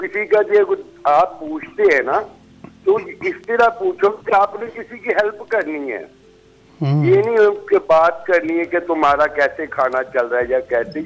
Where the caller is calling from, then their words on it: Punjab, Pakistan; ہم شاد باغ بیٹھے